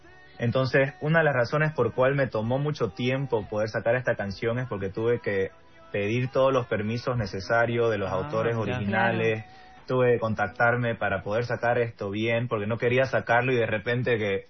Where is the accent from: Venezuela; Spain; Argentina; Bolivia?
Bolivia; creo que como bolivianos también nos hemos bajoneado demasiado por mucho tiempo.